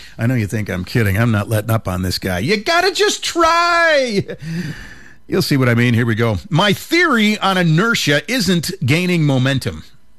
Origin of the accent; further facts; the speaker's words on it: Dalton, Pennsylvania, United States; I'm from Dalton.